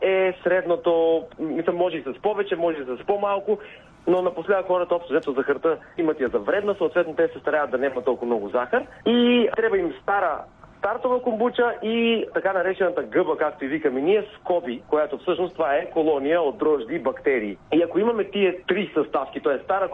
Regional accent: North Macedonia; now in Bulgaria; Аз съм и доста близо до место, откъдето идвам, от Македония. Тук менталитета си е нашия

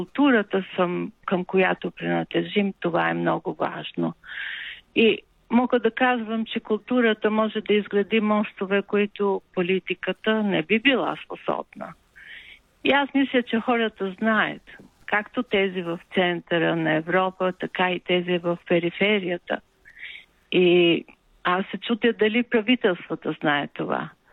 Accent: Tirana, Tirana County, Albania; Bulgarian is a second language; Така че чувствам се и албанка, и българка. Странно, но аз съм се чувствала различно от моите връстници в Тирана, в родното ми място.

